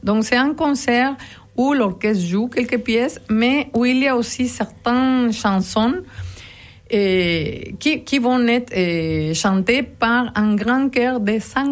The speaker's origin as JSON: {"language": "French", "country": "Mexico", "moved": "as an adult", "said": "je viens du Mexique."}